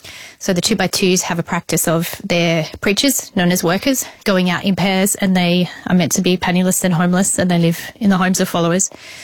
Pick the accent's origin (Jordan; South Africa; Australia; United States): Australia; I am obviously Australian. I was raised fifth generation inside the group here in Australia. I came from a rural remote community, which is relatively common.